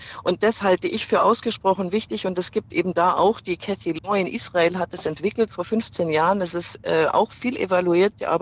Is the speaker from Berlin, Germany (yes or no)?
no; Regensburg, Bavaria, Germany; Regensburg ist stark vertreten. Ich komme auch aus Regensburg.